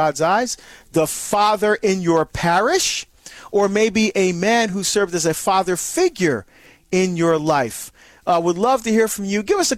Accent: Barbados; very popular in my country, my home country of Barbados.

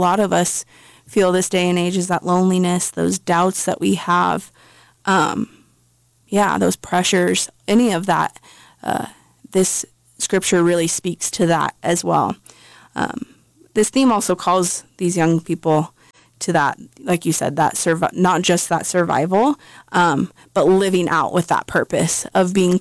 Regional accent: Nebraska, United States; And just like the cultural aspect of it is different, even though we're all from Nebraska. It's just how my country roots came out a little bit.

